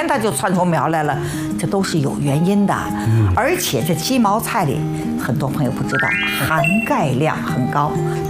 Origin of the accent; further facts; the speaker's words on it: Shanghai, China; moved away; 我们老家上海那一带